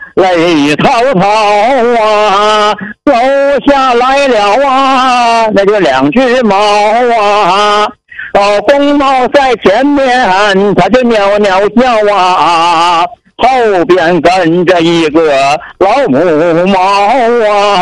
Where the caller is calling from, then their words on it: Changchun, Jilin, China; 我是长春的。